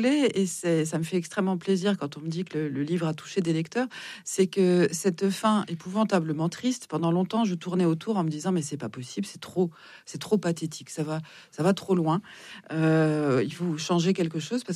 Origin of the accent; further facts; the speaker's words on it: Épinal, Grand Est, France; C'est ma ville natale. Donc je me permets de dire qu'elle est un peu moche.